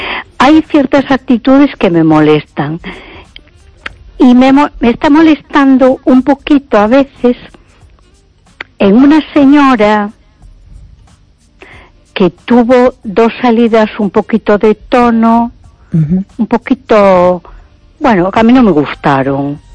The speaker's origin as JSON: {"language": "Spanish", "town": "A Coruña", "region": "Galicia", "country": "Spain"}